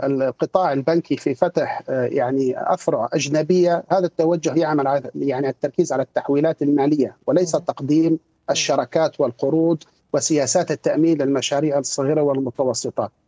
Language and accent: Arabic; Syria; now in Kuwait; أنا كمغترب سوري مقيم في الكويت